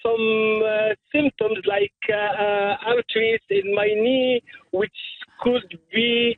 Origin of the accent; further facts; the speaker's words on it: Tunisia; moved away as an adult; now in North Shore, Canada; Originally, I'm from Tunisia. I moved to Canada in 2006. And now I'm getting old in Canada.